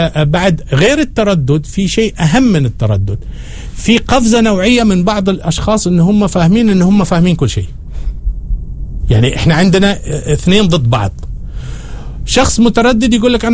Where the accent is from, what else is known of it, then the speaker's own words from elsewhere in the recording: Oman; اول ما نثبت وجودنا احنا كعمانيين الكل سوف يتعافت علينا